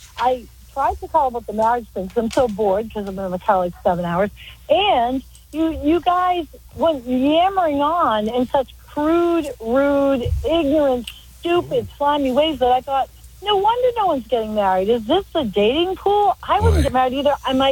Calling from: Vermont, United States; And we're from Vermont, and we have to come to New York. We got kids who live here.

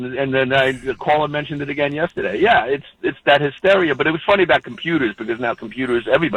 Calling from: Florida, United States; Down here in Florida

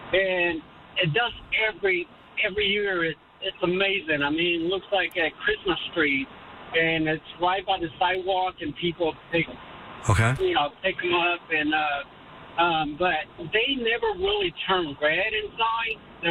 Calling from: Buda, Texas, United States; I'm calling from Buda.

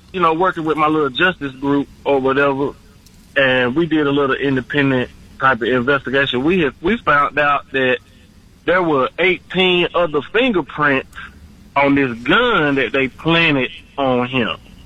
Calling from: Kinston, North Carolina, United States; here in Kinston, North Carolina

